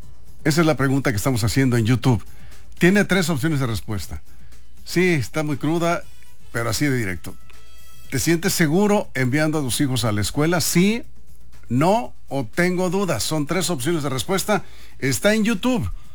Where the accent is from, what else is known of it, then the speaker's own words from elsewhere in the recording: Juan José Ríos, Sinaloa, Mexico; de mi infancia en Juan José Ríos, ahí me crié bajando guamúchiles